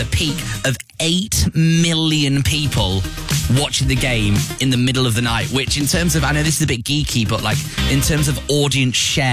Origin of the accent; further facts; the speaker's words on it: Preston, North West England, United Kingdom; What do you need to know? I'm from Preston.